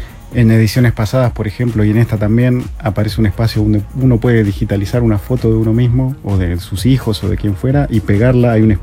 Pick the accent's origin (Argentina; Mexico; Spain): Argentina; now in Chile; yo siendo argentino